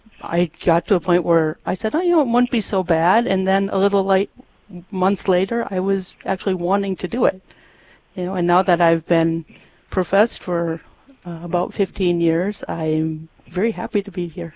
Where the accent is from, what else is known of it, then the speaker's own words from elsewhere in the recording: Darwin, Minnesota, United States; now in Hankinson, United States; I live currently in Hankinson, North Dakota, but I grew up in Minnesota. Not Lake George, but I grew up in Darwin, Minnesota. It's about 3 hours away from here, and we have the world's largest ball of twine.